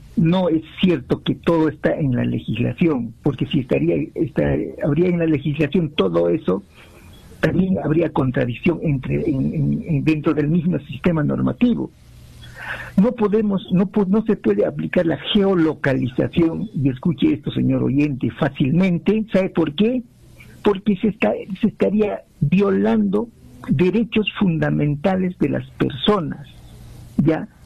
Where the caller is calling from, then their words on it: Juliaca, Puno, Peru; de Juliaca